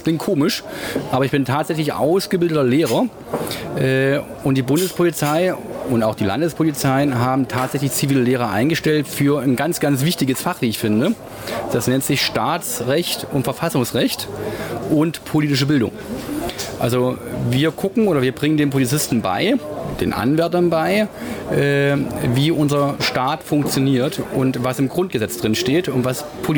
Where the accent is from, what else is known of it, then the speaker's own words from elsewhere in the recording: Hesse, Germany; Als Hesse kennt man kein Frankfurt an der Oder, ne? Da kennt man nur Frankfurt.